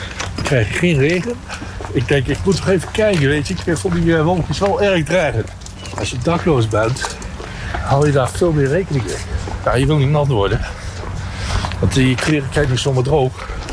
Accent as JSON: {"language": "Dutch", "town": "Nijmegen", "region": "Gelderland", "country": "Netherlands", "tie": "born there", "said": "Ja, ik ben geboren in Nijmegen, gekomen. En ik ben aan de overkant geboren."}